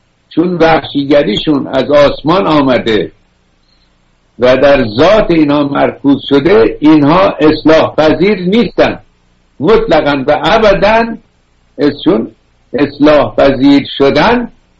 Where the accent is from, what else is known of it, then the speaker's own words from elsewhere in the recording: Iran; ما که ایرانی هستیم، دمیان 2000 و فلان قد مدنیت داریم، پس چرا ما ذلیل شدیم، کشورمون از دست دادیم و اینها؟